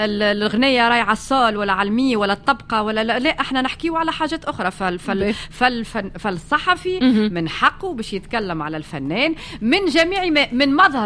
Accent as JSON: {"language": "Arabic", "country": "Tunisia", "said": "انا فنان تونسي"}